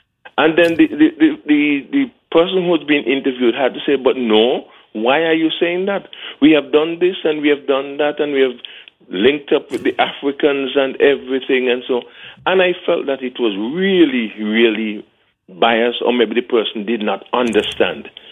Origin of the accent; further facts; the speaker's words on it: Montserrat; If we are British or British Overseas Territory citizens